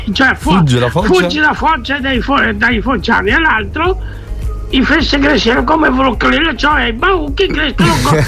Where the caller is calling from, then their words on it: Treviso, Veneto, Italy; da Treviso